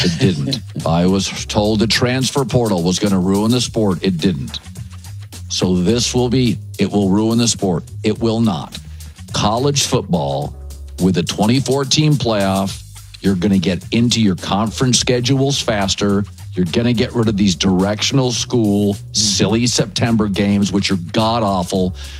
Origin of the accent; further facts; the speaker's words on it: West Coast, United States; so I grew up in the West Coast. So I grew up as a Pac-12 fan.